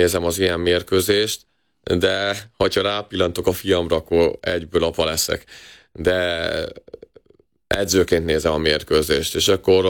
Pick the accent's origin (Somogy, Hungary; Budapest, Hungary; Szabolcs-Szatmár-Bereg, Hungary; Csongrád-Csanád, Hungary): Somogy, Hungary; Kaposvár; Kaposváron születtem, és még 12 évesen az volt az álmom, hogy a egyszer a Rákócziba játszhassak, ami sikerült is, aztán nagyon hamar elkerültem